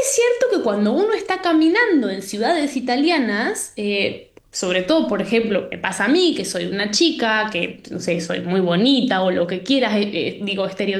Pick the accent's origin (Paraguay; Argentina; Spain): Argentina; moved away as an adult; also born or lived in Buenos Aires / San Marcos Sierra; now in Europe; Yo creciendo en Argentina, no sé cómo será la situación hoy porque hace 3 años que no voy